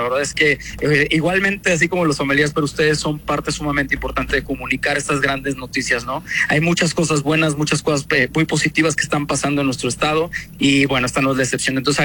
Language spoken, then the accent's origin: Spanish; Mexico